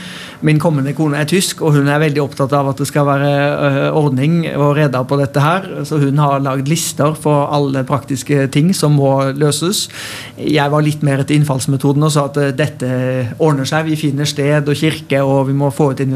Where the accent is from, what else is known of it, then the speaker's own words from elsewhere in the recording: Oslo, Norway; also born or lived in Haugesund; Jeg var jo bare 2 år da vi flyttet fra Haugesund til Oslo, og har jo gått i barnehage og skole, og hele oppveksten i Oslo. Jeg er jo også glad i byen